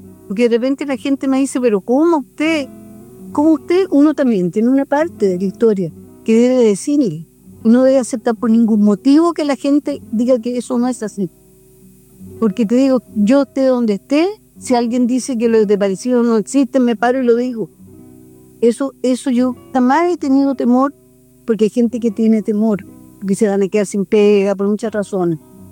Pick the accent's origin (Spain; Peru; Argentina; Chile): Chile; Las Condes, Santiago Metropolitan Region; born there; Yo fui presidente de una junta de vecinos en Las Condes, soy miembro del COSOC de Las Condes. Y bueno, nací ahí